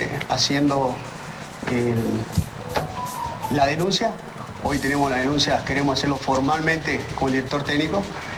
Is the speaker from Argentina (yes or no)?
no; Bolivia; Yo soy boliviano, siempre he respetado cuando he tocado jugar en otro lado.